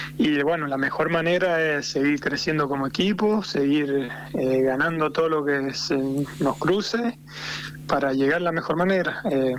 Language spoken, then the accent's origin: Spanish; Santa Lucía, San Juan, Argentina; Sí, soy de Santa Lucía.